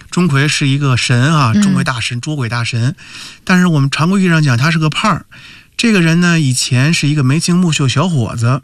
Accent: Beijing, China; 我们北京话叫杂巴凑在一块儿

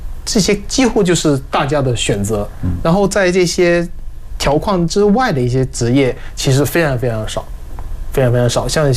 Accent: Chaozhou, Guangdong, China; now in Beijing, China; 我是属于非常不抱团的潮州人，是是是是是，我其实就虽然我是土生土长的潮州人

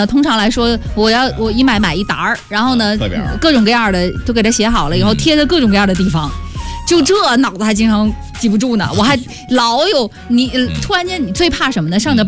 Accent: Nanning, Guangxi, China; accent: Nanning dialect; 就我们南宁话。

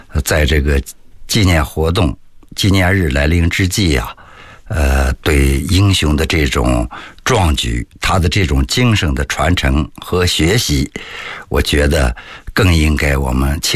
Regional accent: Hebei, China; 我的老家南山堡村啊，原来在咱们京津冀地区有

